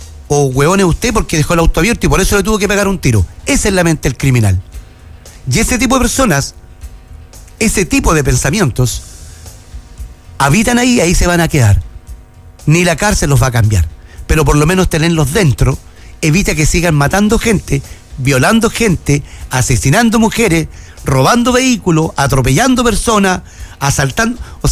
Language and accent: Spanish; Chile; Estoy hablando como chileno.